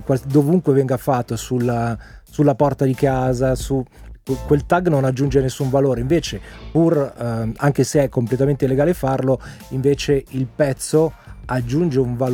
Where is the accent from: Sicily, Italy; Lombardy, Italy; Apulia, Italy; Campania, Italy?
Lombardy, Italy; Monza; io sono nato e cresciuto a Monza, anche questo avveniva anche a Monza, tra Monza e Milano queste cose le ho sempre viste